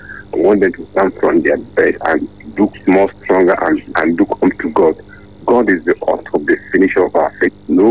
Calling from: London, United Kingdom; calling from London.

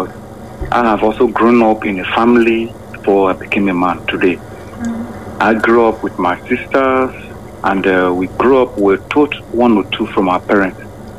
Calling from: Makurdi, Benue, Nigeria; I'm calling from Manor Quarters here in Makurdi.

